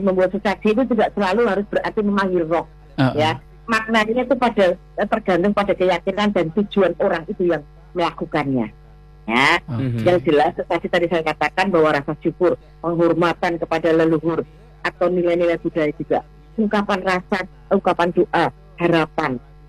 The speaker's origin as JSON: {"language": "Indonesian", "region": "Java", "country": "Indonesia", "said": "Bureh kalau kita orang Jawa itu kan di burehkan ya, ditaruh di badan"}